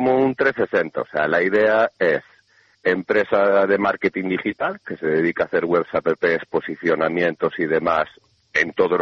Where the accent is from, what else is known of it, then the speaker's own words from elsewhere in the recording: Galicia, Spain; somos gallegos